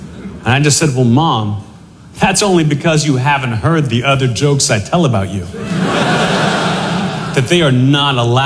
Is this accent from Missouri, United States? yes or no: no; Pittsburgh, Pennsylvania, United States; I'm from Pittsburgh originally.